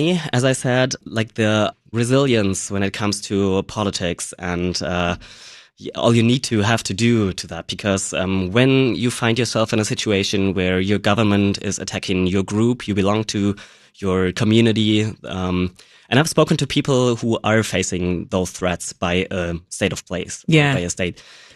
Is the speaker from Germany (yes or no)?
yes; Germany; Well, growing up in Germany and going to school in Germany, you're probably going to learn about the American dream at some point.